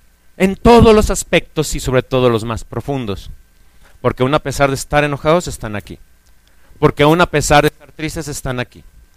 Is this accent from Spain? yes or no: no; Mexico; born there; Yo conozco muchos mexicanos, de hecho yo nací en México, conozco a muchos mexicanos.